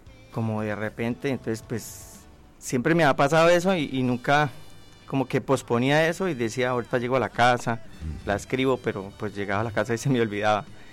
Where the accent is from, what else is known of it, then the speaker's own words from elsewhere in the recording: Mesitas del Colegio, Cundinamarca, Colombia; also born or lived in San Antonio del Tequendama; now in Villavicencio, Colombia; Soy nacido en San Antonio del Tequendama y criado en Mesitas del colegio, Mesita, sí, señor.